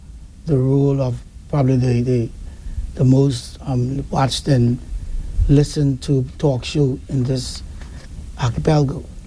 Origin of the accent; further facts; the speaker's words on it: Cockburn Town, Turks & Caicos Islands; also born or lived in Bahamas; Growing up in Grand Turk in the late 60s, early 70s, 80s was wonderful.